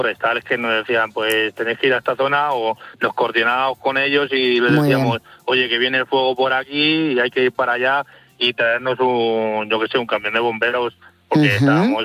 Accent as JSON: {"language": "Spanish", "town": "Mijares", "region": "Castile and León", "country": "Spain", "tie": "born or raised there", "said": "yo soy natural de Mijares y conozco muy bien la zona."}